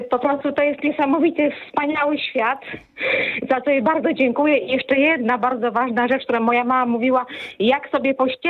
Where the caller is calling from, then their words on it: Białystok, Podlaskie Voivodeship, Poland; ja mieszkam w Białymstoku, ale moja kochana mama mieszka w Ostrołęce.